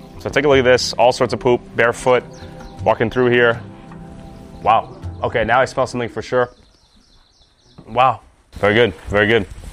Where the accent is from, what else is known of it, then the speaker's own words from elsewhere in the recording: Texas, United States; I've traveled nearly 10,000 miles from Texas, USA.